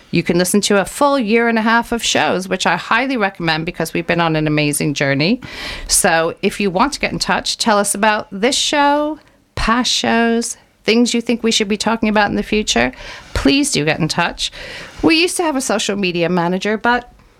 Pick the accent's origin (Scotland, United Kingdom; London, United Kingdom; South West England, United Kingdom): South West England, United Kingdom; Bath; I'm from Bath.